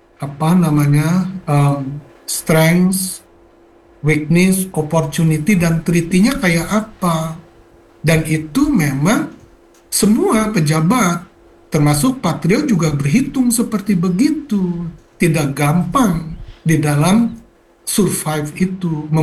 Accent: Malang, East Java, Indonesia; kita sebagai warga Malang.

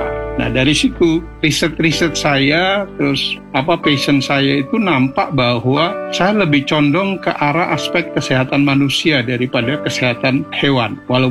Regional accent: Pasuruan, East Java, Indonesia; Kan saya dari Pasuruan ya Mbak ya, dari desa. Ibu saya adalah guru ngaji, kemudian bapak saya seorang supir.

